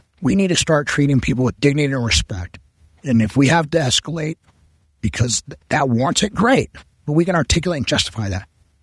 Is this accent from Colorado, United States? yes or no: yes; Colorado, United States; I grew up in the Roaring Fork Valley on the Crystal River Ranch. How much more here can you get?